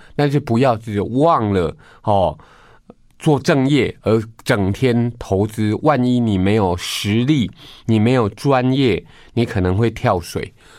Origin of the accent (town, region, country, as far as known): Taiwan